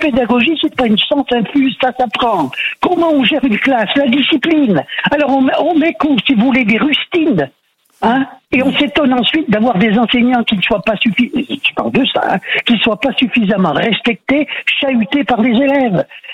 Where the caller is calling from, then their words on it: Saint-Beauzire, Auvergne-Rhône-Alpes, France; J'habite à Saint-Bosire.